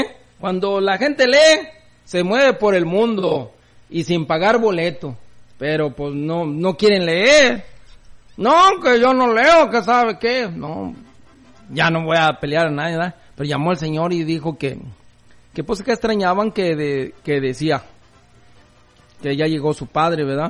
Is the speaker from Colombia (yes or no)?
no; Jalisco, Mexico; yo soy de Jalisco.